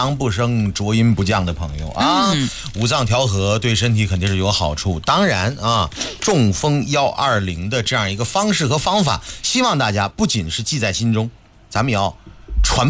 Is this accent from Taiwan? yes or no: no; Northeast China, China; 按照我们东北话讲，就大舌头狼藉的了